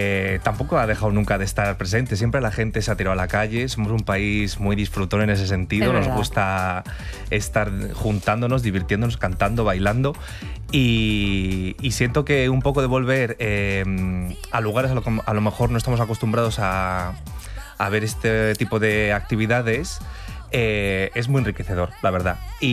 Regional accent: Valladolid, Castile and León, Spain; Pues me empecé a interesar en todo esto cuando me fui de mi tierra, que yo soy de Valladolid.

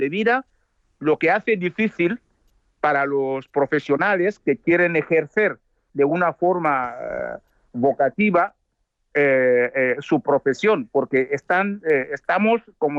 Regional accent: Equatorial Guinea; moved away as an adult; now in Cameroon; como activista que soy desde hace décadas, es que no puedo estar al margen de todo lo que acontece en mi país.

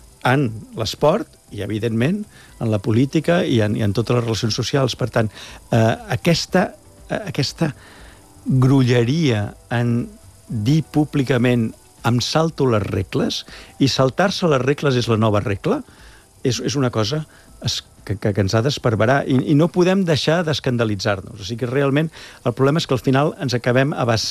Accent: Catalonia, Spain; com a catalans

